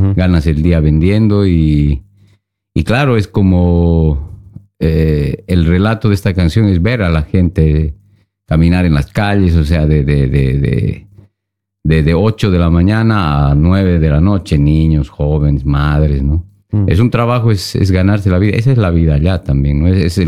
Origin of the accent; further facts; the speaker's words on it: Sucre, Chuquisaca, Bolivia; moved away as an adult; now in Oslo, Norway; soy de Bolivia, de Sucre, del centro del país. Mm. Valle Alto, ¿no? A 2700, de ahí vengo, sí.